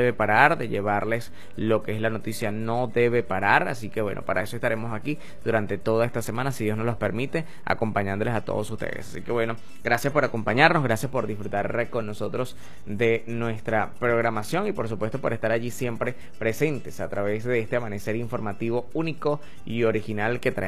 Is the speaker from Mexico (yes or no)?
no; Venezuela; Hoy más que nunca sabemos y somos venezolanos